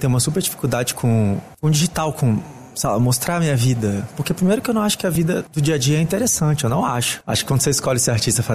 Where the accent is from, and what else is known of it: Brazil